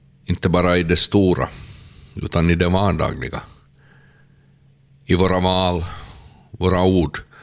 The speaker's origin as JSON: {"language": "Swedish", "town": "Kokkola", "region": "Central Ostrobothnia", "country": "Finland", "said": "och jag är från Karleby."}